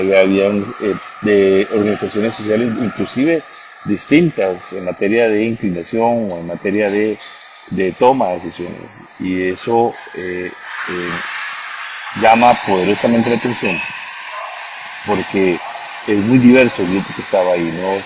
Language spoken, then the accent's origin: Spanish; Puntarenas, Costa Rica; born there; yo nací en Chacarita, de Punta Arenas, y he logrado salir adelante y logré estudiar y logré desarrollarme como profesional a pesar del origen humilde de mi familia